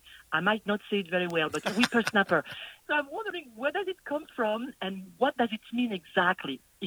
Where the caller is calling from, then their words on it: Fairbanks, Alaska, United States; I am calling from Fairbanks, Alaska.